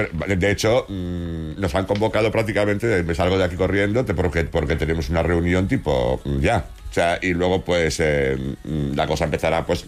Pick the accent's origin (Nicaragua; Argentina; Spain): Spain; Foz, Galicia; Pues fíjate que en mi pueblo, en Foz, tiene que haber hoy unos buenos enfrentamientos porque hay una grandísima colonia de gente de Cabo Verde